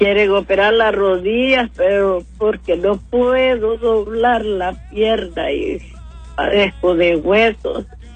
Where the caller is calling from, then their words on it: Puerto Cortés, Cortés, Honduras; Estoy llamando de Puerto Cortés.